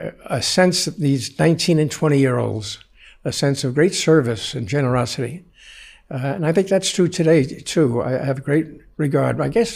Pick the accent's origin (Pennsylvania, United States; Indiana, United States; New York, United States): New York, United States; New York City; I grew up in the Bronx, and everything revolved around the parish.